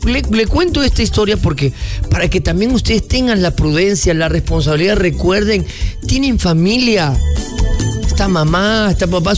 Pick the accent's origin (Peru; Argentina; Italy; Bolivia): Peru; Mala, Lima; now in Lima, Peru; inclusive mi tierra, ¿no? Mi Mala, mi Chilca